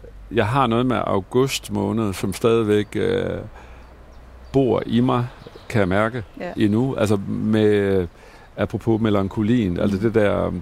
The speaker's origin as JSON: {"language": "Danish", "region": "Central Denmark Region", "country": "Denmark", "tie": "born there", "also_born_or_lived": "Juelsminde", "said": "jeg er faktisk barnefødt i Vestjylland."}